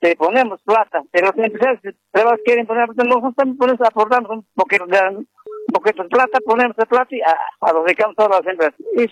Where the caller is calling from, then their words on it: Cochabamba, Bolivia; Cada ciudadano del tópico de Cochabamba